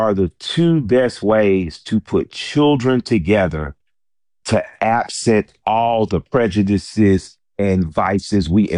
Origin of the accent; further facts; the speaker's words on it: the South, United States; And I grew up in the South. My grandparents were from Eatonton, Georgia, and Tuskegee.